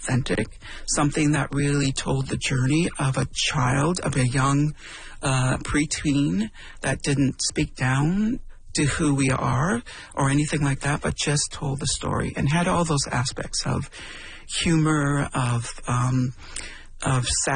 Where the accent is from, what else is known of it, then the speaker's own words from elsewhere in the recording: Temagami, Ontario, Canada; Yeah, when I grew up in Tomogamy, Northern Ontario, but I think this is true for all across Canada, really, at the time